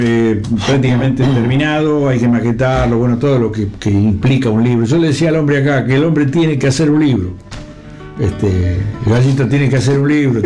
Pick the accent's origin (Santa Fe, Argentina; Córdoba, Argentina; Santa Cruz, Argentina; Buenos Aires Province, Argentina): Santa Fe, Argentina; Villa Diego; mi niñez en Villa Diego, que es un tributo a mi lugar también